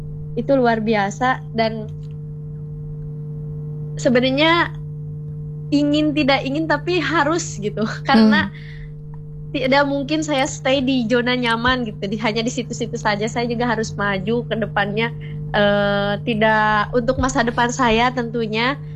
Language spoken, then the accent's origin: Indonesian; Sumur Tilu, Sukabumi, West Java, Indonesia; moved away; suasana kampung saya Sumur Tilu